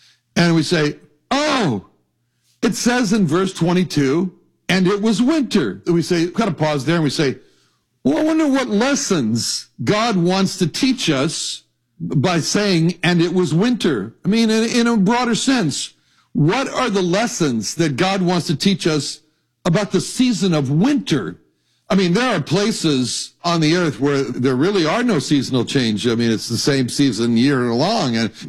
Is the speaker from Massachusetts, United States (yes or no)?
no; Los Angeles, California, United States; It was so cold. I was raised in Los Angeles. I wasn't used to that.